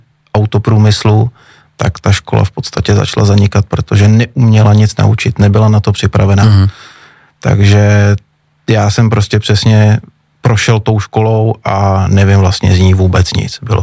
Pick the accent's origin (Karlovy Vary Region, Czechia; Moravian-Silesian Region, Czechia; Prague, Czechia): Prague, Czechia; to znamená 100% Pražák. Máma Pražačka, táta Pražák, takže žádná naplavenina, opravdu odkojenej Vltavou od A do Z.